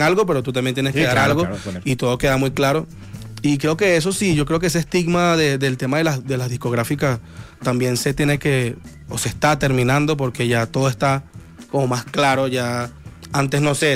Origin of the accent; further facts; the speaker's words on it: Caracas, Capital District, Venezuela; el de Caricuao.